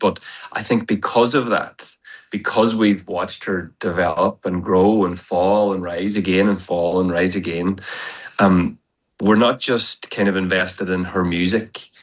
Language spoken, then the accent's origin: English; Ireland; I'm Irish